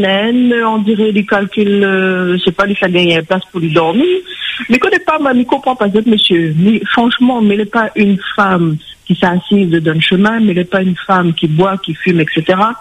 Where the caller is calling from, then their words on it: Saint-Pierre, Réunion; Oui, je suis de Saint-Pierre, centre-ville.